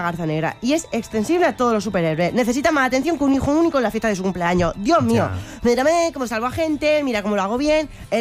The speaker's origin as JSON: {"language": "Spanish", "region": "Region of Murcia", "country": "Spain", "said": "es que en verdad no había visto ese superpoder porque como murciana..."}